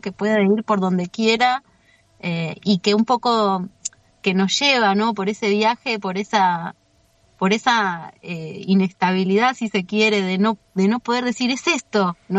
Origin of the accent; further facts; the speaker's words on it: Trevelin, Chubut, Argentina; acá, en Trevelin, en mi pueblo